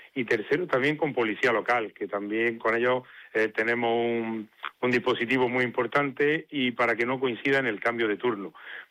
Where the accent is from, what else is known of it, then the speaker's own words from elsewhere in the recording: Granada, Andalusia, Spain; nos corresponde como ciudadanos granadinos